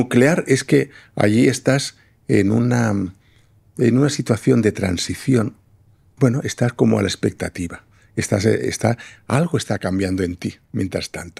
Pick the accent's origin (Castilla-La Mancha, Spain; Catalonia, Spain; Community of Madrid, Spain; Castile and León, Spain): Catalonia, Spain; Lleida; Yo tengo que decir que yo vivo en Lérida, yo soy de Lérida, y entonces con frecuencia, pues desde Lérida o te vas a la playa o te vas hacia la montaña.